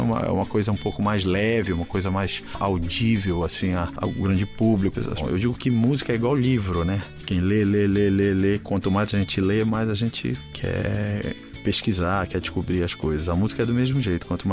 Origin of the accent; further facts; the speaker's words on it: Cametá, Pará, Brazil; da nossa região, da minha região, que é a região do Baixo Tocantins, né, que eu sou de Cametá.